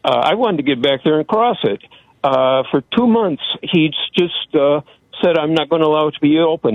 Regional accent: Michigan, United States; now in California, United States; Well, Michigan's my home state

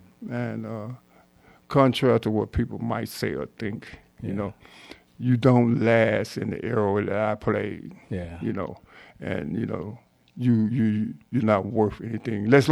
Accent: Monroe, Louisiana, United States; I grew up in the toughest part of Monroe, Louisiana. Mm-hmm. So I'm from Louisiana.

